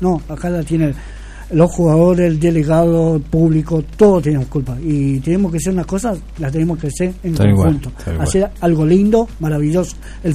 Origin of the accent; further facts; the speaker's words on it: Junín, Argentina; Junín es mi pueblo querido. Y como dije yo, acá voy a morir y acá voy a trabajar por mi pueblo.